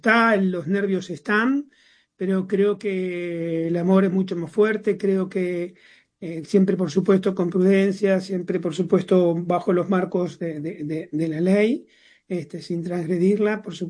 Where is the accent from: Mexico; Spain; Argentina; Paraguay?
Argentina; moved away as an adult; now in New York, United States; yo vengo y crecí en un sistema absolutamente dictatorial como fue el gobierno militar, que toda mi adolescencia fue bajo el gobierno militar en Argentina